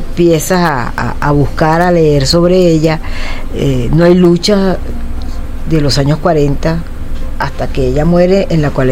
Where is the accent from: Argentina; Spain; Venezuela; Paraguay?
Venezuela; Curiepe, Miranda; cuando yo era una niña, como les decía, yo estaba jugando la aérea … todas esas cosas que jugaban … todo eso que jugábamos en las calles de mi pueblo en Curiepe.